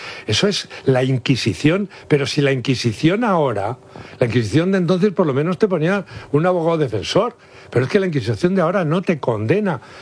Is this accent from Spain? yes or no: yes; Guadalajara, Castilla-La Mancha, Spain; born there; el fundador de Guadalajara, encima de mi pueblo.